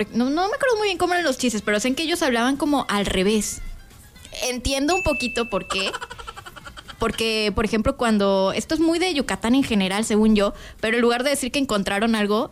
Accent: Andalusia, Spain; Claro, yo soy de Andalucía. Los andaluces hablan como latinos.

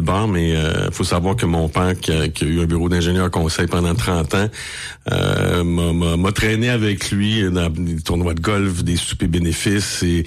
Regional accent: Joliette, Quebec, Canada; born there; also born or lived in Trois-Rivières / Sherbrooke; Moi, jusqu'à 1974, on n'était pas à Joliette. Mon père était transféré à Joliette en 1974, puis par la suite... On n'est pas redéménagé, on s'est enraciné ici, à Saint-Charles-Borromée, en fait.

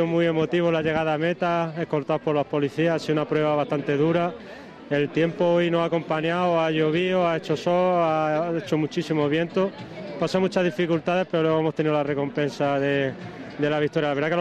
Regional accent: Andalusia, Spain; Somos de Bermá, de un pueblo de la provincia de Jaén.

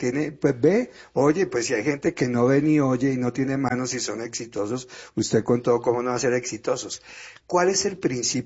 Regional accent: Colombia

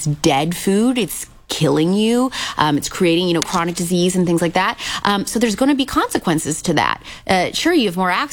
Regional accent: Midwest, United States; I'm from the Midwest.

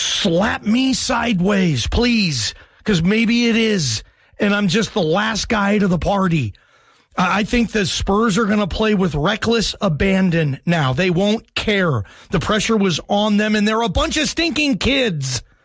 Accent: Seattle, Washington, United States; I grew up in Seattle, so when I was in high school, it was Ken Griffey Jr., Alex Rodriguez, Edgar Martinez, Randy Johnson, Jay Buhner.

